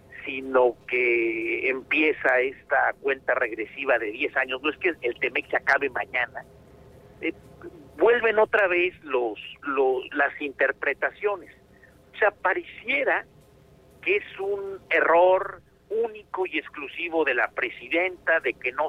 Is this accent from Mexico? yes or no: yes; Mexico